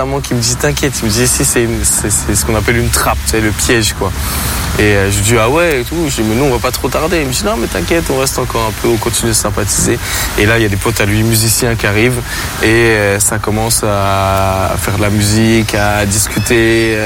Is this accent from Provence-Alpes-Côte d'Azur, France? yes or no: no; Champigny, Île-de-France, France; Je dis, mais moi, je viens de Champigny, c'est juste à côté, 94 et tout.